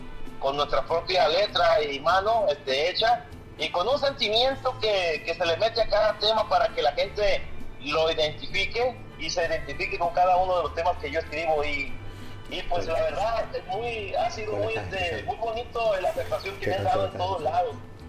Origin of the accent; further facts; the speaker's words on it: Nayarit, Mexico; born there; nació en 1974. En el estado de Nayarit, México, cerquita de Puerto Vallarta. Somos costeños.